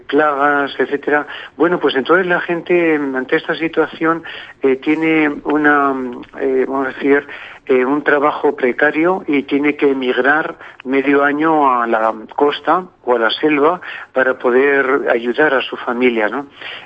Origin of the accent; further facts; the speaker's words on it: Cordovín, La Rioja, Spain; ver sobre todo la fe tan bella que había en mi pueblo, en este pueblo tan bonito de Cordobín, donde la viña es lo más bonito, el vino, etcétera.